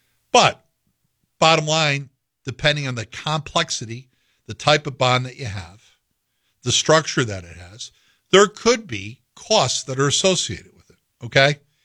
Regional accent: Schaghticoke, New York, United States; I'm a kid from Scaticoke, New York.

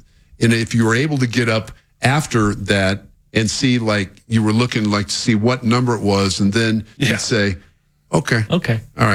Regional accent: Denver, Colorado, United States; the Broncos, my hometown team

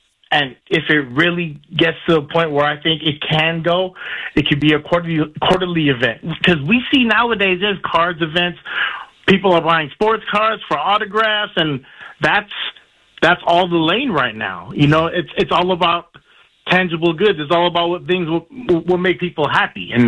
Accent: San Francisco, California, United States; also born or lived in Daly City; I grew up in San Francisco. I also grew up in Daly City, and I have a lot of pride for both cities. And Daly City actually has been very welcoming to me and my family.

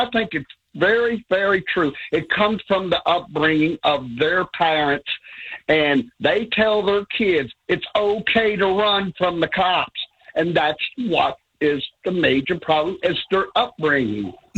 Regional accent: Bond Hill, Ohio, United States; I was raised in Bond Hill.

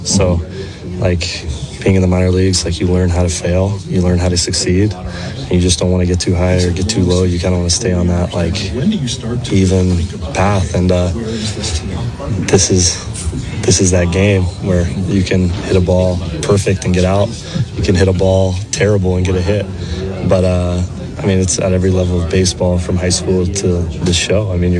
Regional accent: Mississippi, United States; I'm from Mississippi.

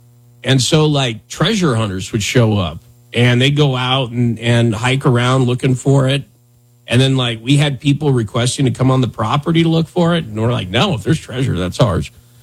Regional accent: Johnson County, Wyoming, United States; Johnson, which is the county I grew up in Wyoming

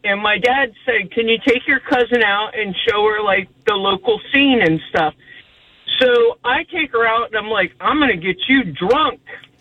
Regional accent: Daytona Beach, Florida, United States; I am born and raised in Daytona Beach, Florida, and my uncle and my cousins live in Denver.

